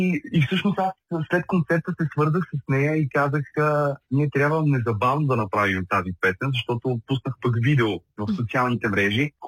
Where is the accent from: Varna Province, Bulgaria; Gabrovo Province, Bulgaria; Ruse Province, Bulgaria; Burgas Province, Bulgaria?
Burgas Province, Bulgaria; Burgas; аз родом съм си от Бургас.